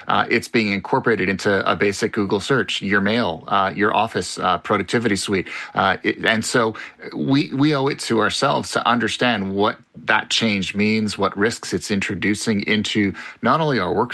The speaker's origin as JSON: {"language": "English", "region": "Quebec", "country": "Canada", "said": "I'm from Quebec, so I've lived through two referendums already"}